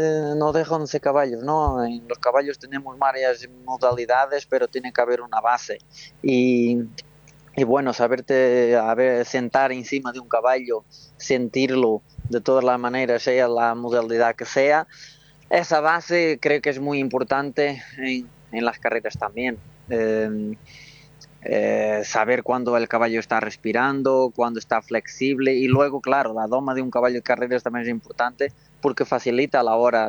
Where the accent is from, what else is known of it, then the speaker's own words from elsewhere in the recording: Portugal; moved away as an adult; now in Madrid, Spain; de donde vengo, de Portugal